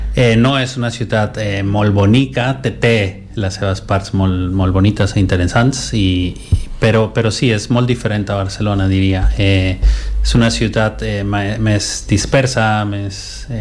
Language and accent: Catalan; Guatemala City, Guatemala Department, Guatemala; moved away as an adult; vaig néixer a Guatemala a l'any 77 i vaig viure allà fins als 18 anys i tinc tota la meva família allà.